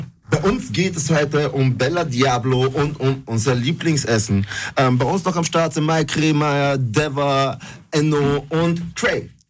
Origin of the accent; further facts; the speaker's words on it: Peru; Also ich weiß zum Beispiel in Peru, also dort, wo ich herkomme, ja, ist das Stammesessen Cuy.